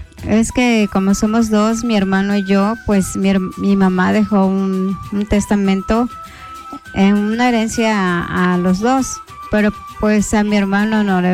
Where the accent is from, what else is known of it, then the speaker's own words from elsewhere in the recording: Felipe Carrillo Puerto, Quintana Roo, Mexico; soy de Carrillo Puerto.